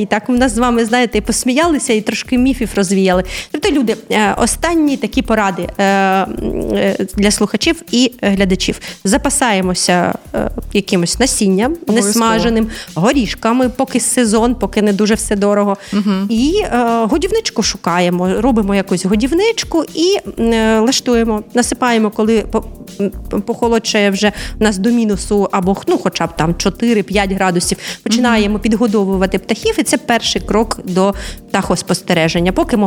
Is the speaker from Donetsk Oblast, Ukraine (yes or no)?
yes; Donetsk Oblast, Ukraine; Я з Донеччини, до речі